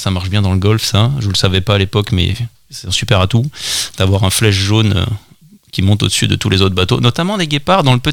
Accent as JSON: {"language": "French", "town": "Geispolsheim", "region": "Grand Est", "country": "France", "tie": "born or raised there", "also_born_or_lived": "Strasbourg", "moved": "as an adult", "lives_now": "Le Bono, France", "said": "j'ai grandi à Geispolsheim en Alsace, qui est jumelé avec Séné."}